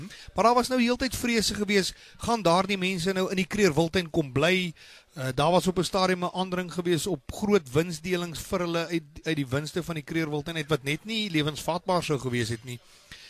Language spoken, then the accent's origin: Afrikaans; Tzaneen, Limpopo, South Africa; Ek het op Tzaneen groot geword, my pa was 'n predikant op Tzaneen